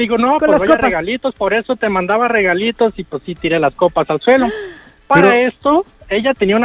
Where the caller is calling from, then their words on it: Guadalajara, Jalisco, Mexico; nosotros somos de acá de Guadalajara y estamos en Puerto Vallarta